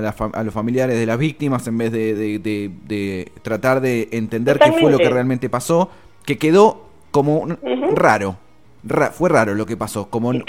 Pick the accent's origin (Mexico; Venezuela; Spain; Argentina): Argentina